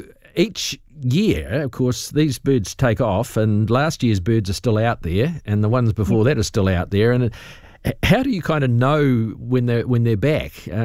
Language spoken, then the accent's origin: English; South Island, New Zealand; I'm from the South Island